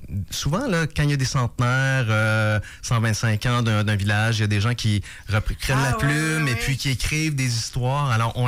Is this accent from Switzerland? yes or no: no; Quebec, Canada; dans la Beauce. C'est aussi ma région d'origine